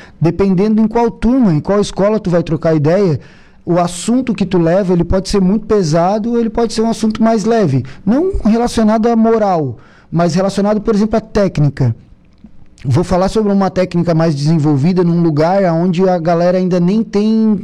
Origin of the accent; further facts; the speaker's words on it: Brazil; a Divinéia, eu nasci na Divinéia, né? E a Divinéia tava crescendo, o bairro tava crescendo. É periferia, mas hoje já é o centro cívico, né, da cidade.